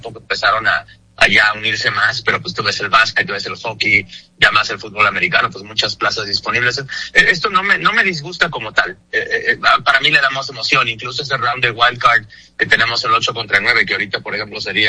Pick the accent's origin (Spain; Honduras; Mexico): Mexico; yo crecí en México y hemos tenido liguilla siempre, desde que yo recuerdo, desde los 90s